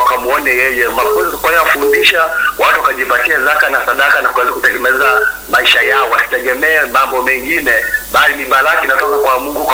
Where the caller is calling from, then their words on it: Tabora, Tanzania; Natoka Tabora mjini